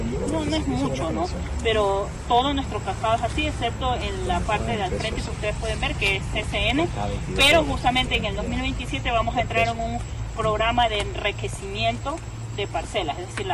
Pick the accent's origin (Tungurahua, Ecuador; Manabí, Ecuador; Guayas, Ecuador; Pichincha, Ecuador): Manabí, Ecuador; Chone; Y yo siempre orgullosa a mi Manabí. Yo soy de Chone, Manabí.